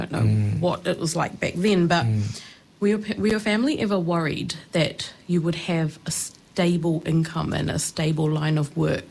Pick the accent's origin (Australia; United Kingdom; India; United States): India; I think I asked this question because I'm Indian. So my parents and a lot of my family have always ingrained in me